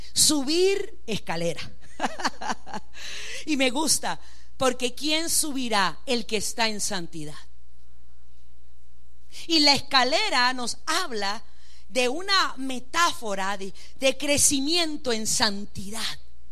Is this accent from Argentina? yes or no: no; Venezuela; Ahí no es un lugar para tú reprochar o decir, voy a hacerlo, como venezolano.